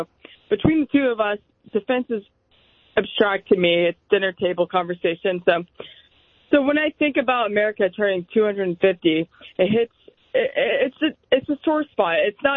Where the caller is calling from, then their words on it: Spring, Texas, United States; I'm 26. I'm from Spring, Texas. I work for a large defense contractor now.